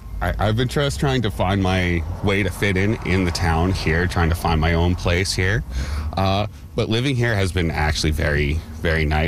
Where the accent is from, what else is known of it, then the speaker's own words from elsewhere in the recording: Saskatoon, Saskatchewan, Canada; I've lived here for about 5 years now. I moved here from Saskatoon, actually. Born and bred in Saskatoon. I'm 35 years old.